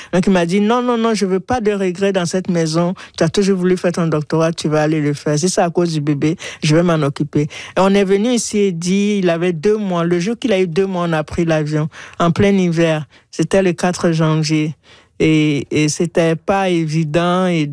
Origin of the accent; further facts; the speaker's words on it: Ouagadougou, Centre, Burkina Faso; moved away as an adult; now in Ottawa, Canada; on continuait de m'appeler au pays. Ça, c'était à Ouaga, au Burkina